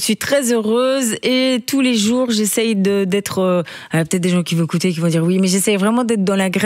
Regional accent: Liège, Wallonia, Belgium; je suis liégeoise. Et donc, je suis un petit peu liégeoise.

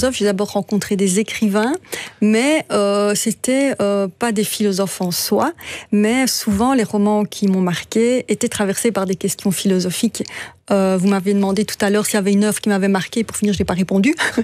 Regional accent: Belgium; je suis belge

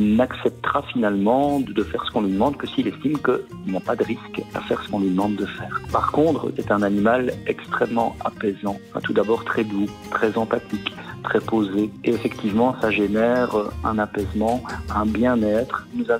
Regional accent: Grand Est, France; now in Sautour, France; je suis originaire de l'Aube. Ça fait plus de 30 ans maintenant que je suis installé à Sautour, mais au départ, donc, je viens d'Huisneau.

